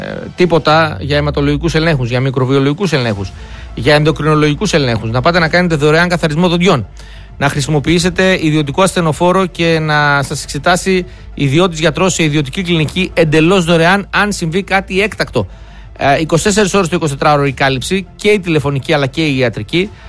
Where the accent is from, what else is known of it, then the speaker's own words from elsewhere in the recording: Greece; Γιατί είμαστε Έλληνες.